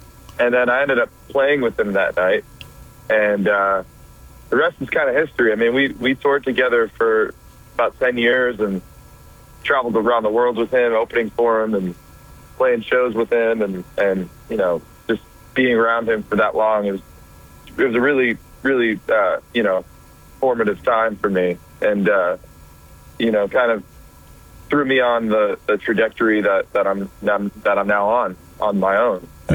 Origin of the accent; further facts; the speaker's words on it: New Bedford, Massachusetts, United States; my hometown. I live in a city called New Bedford, Massachusetts